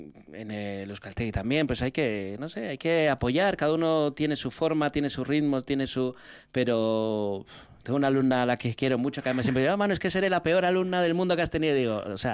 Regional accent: Andalusia, Spain; now in Basque Country, Spain; Y yo soy muy de mi tierra, soy andaluz.

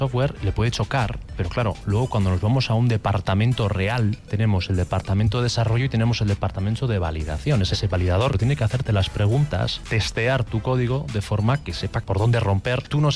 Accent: Urduliz, Basque Country, Spain; Entonces vi que en mi pueblo, en Urduliz, se estaba formando 42 Urduliz Vizcaya

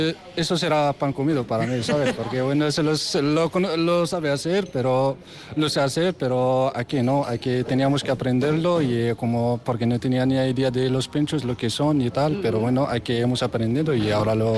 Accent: Morocco; Spanish is a second language; moved away as an adult; now in Spain; soy marroquí y bueno … soy marroquí

